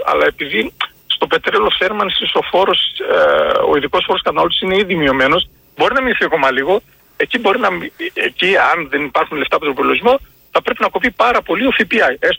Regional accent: Serres, Central Macedonia, Greece; Εγώ είμαι από τις Σέρρες, δηλαδή εκεί που να χρειάζεται 2-3.000 λίτρα.

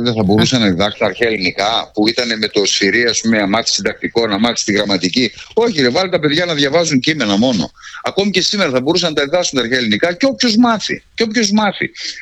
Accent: Kozani, Western Macedonia, Greece; στην πόλη μου, στην Κοζάνη.

